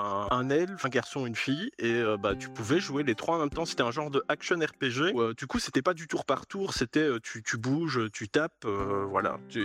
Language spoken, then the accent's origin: French; Belgium; À la Saint-Nicolas, parce qu'à la base, je suis belge.